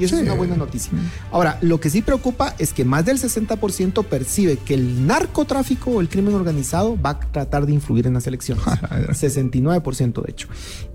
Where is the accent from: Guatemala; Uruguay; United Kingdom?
Guatemala